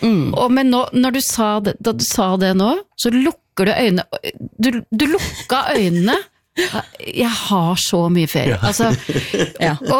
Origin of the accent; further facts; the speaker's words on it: Nordland, Norway; Jeg er fra Nordland